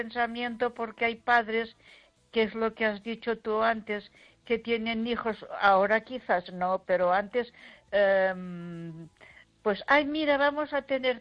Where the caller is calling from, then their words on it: Ponferrada, Castile and León, Spain; de Ponferrada.